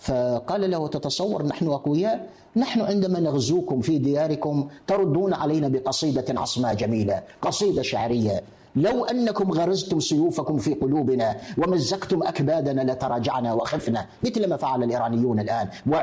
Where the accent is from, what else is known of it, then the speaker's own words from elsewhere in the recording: Algeria; عندنا في الجزائر حسيبة بن بوعلي وفاطمة سومر